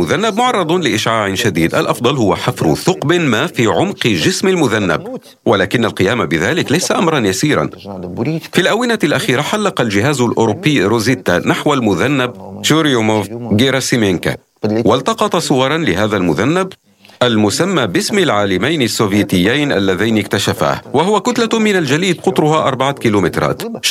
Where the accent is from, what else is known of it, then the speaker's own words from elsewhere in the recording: Russia; بلدنا روسيا كبير،